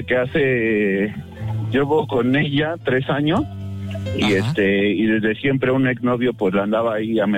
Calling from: Mexico City, Mexico; Hablo de la Ciudad de México. Bueno, ahorita andamos acá por Halostrop.

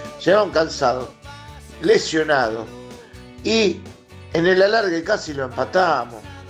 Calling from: Lanús, Buenos Aires Province, Argentina; de Lanús.

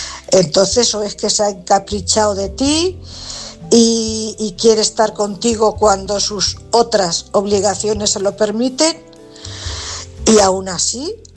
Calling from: Cuenca, Castilla-La Mancha, Spain; Buenas noches … corresponsal de Cuenca.

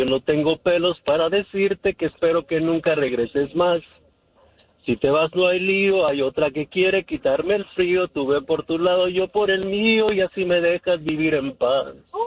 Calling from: Poncitlán, Jalisco, Mexico; De Poncitlán, Jalisco.

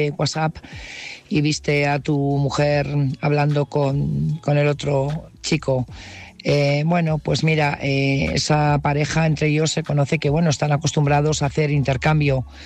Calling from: Burgos, Castile and León, Spain; Buenas noches … corresponsal de Burgos.

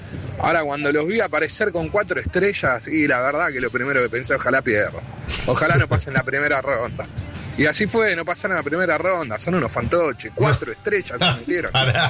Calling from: Argentina; mi segunda selección como argentino

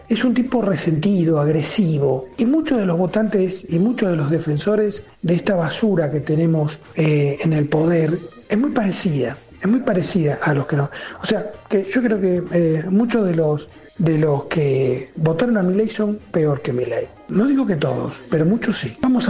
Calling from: Caballito, Buenos Aires, Argentina; de Caballito.

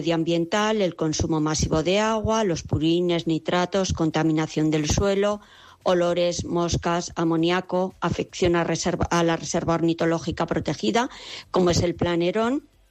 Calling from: Codo, Aragon, Spain; llamo desde Codo, un pequeño pueblo dentro de la comarca Campo de Belchite

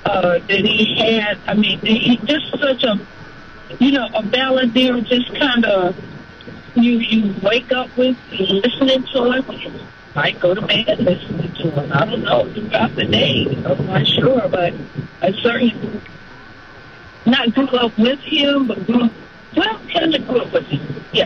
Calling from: Stone Mountain, Georgia, United States; Hey, I'm calling from Stone Mountain.

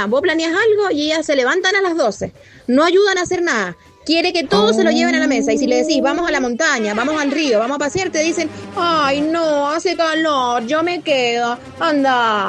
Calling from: Godoy Cruz, Mendoza, Argentina; de Goycru.

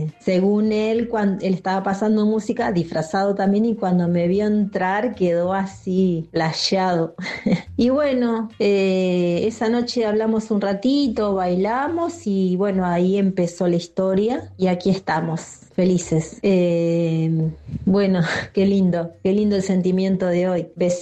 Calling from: Zárate, Buenos Aires Province, Argentina; de Zárate

